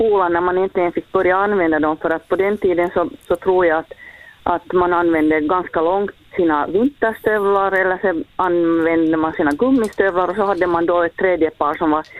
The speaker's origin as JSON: {"language": "Swedish", "town": "Hanko", "region": "Uusimaa", "country": "Finland", "tie": "born or raised there", "said": "jag har vuxit upp i Hange"}